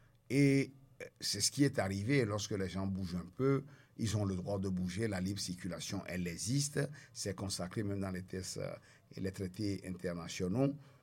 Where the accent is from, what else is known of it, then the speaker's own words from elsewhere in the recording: Togo; Je dis, je connais la langue, mais bon, ils ne savent pas que je suis Togolais.